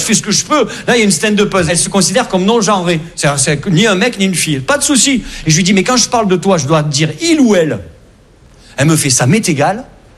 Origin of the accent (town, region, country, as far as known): Perpignan, Occitanie, France